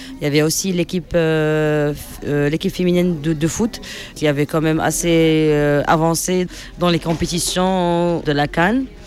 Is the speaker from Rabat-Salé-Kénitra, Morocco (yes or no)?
yes; Salé, Rabat-Salé-Kénitra, Morocco; now in Rabat, Morocco; je suis née à Salé, qui est une ville à côté de Rabat, à 10 minutes en voiture, et je suis basée à Rabat, ça fait 6 ans.